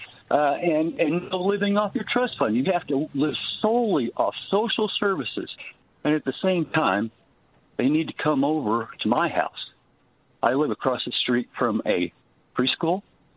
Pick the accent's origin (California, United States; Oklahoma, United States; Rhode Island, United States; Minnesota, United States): Oklahoma, United States; born there; So I was born in the Ozarks, okay? But I want to make a distinction because there's Ozarks are in different states. Mm-hmm. And the Arkansas, they are hillbillies. We in Oklahoma, we're Hill Williams.